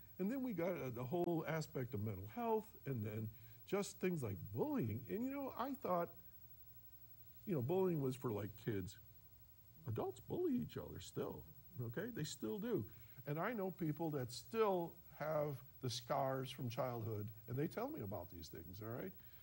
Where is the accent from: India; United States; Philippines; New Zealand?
United States; Ripley, New York; Ripley, New York, my hometown